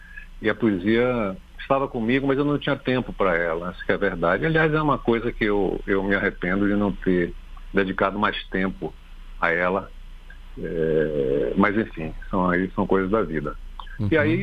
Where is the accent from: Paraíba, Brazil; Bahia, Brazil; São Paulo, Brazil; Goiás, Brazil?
Bahia, Brazil; Salvador; born there; E lá em Salvador, onde nasci, e que se chamava exatamente Jornal da Bahia. E era o principal jornal do estado da Bahia.